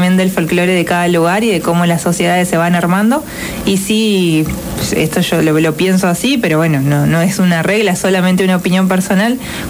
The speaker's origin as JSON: {"language": "Spanish", "region": "Buenos Aires Province", "country": "Argentina", "moved": "yes", "lives_now": "Paraná, Argentina", "said": "yo vengo de provincia de Buenos Aires, pero de la zona del conurbano, es decir, que uno viaja mucho todo el tiempo de una ciudad a otra para cualquier cosa"}